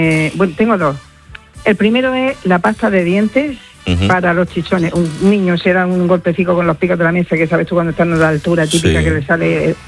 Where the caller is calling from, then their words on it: Region of Murcia, Spain; Soy murciana.